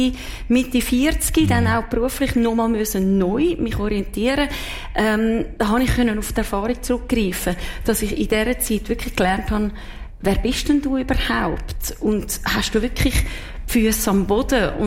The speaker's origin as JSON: {"language": "German", "country": "Switzerland", "accent": "Zurich German", "said": "Und dort hat mir erstaunlicherweise jemand gesagt … warum redest du Zürichdeutsch? Und ich so, das habe ich immer schon geredet."}